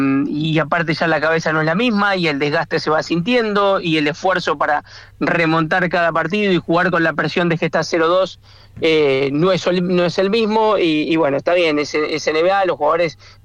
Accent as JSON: {"language": "Spanish", "country": "Argentina"}